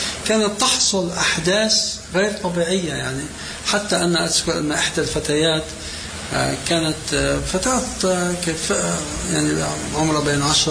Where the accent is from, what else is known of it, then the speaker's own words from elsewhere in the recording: Deir Qanoun En Nahr, South Governorate, Lebanon; ونحن عشناه في بلدتنا في قرية دير قانون النهر،